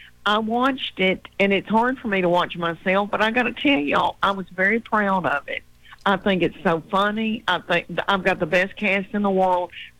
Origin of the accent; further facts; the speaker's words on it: Adams, Tennessee, United States; And I'm from Adams, Tennessee, right outside of Nashville.